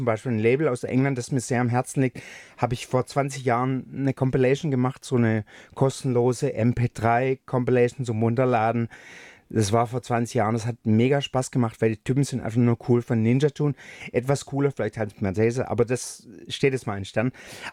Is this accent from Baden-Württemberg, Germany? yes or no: yes; Stuttgart, Baden-Württemberg, Germany; Ich bin aus Stuttgart.